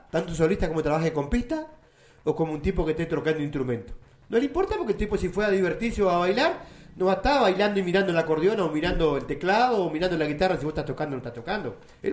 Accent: Salto, Uruguay; la gran contra que tenemos los artistas salteños

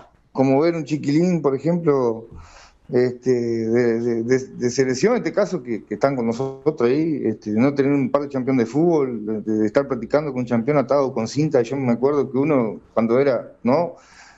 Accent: Salta, Argentina; acá somos todos salteños

